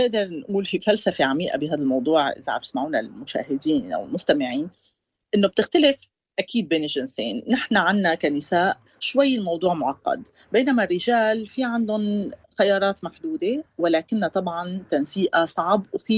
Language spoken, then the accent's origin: Arabic; Syria; كسورية، أولا كنظرة الناس للدبلوماسيين عنا.